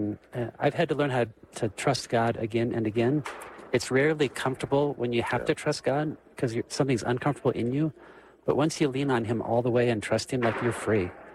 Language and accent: English; Nebraska, United States; moved away as an adult; now in Denver, United States; I've been in Denver just over 4 months. I've been in Colorado for 5 years, very different than my home state of Nebraska in many ways.